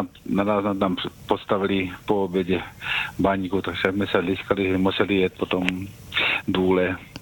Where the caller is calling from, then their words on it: Moravian Wallachia, Czechia; vždycky jsme samozřejmě jako Valaši.